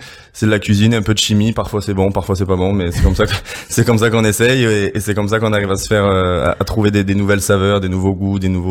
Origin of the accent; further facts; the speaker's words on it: Marseille, Provence-Alpes-Côte d'Azur, France; je suis marseillais avant tout, donc on sera français.